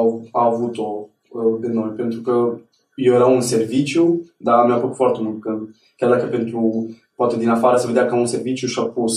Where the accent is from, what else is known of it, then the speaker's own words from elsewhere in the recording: Drobeta-Turnu Severin, Mehedinți County, Romania; born there; Bun, eu m-am născut în Turnul Severin, undeva pe lângă Turnul Severin, într-un sat.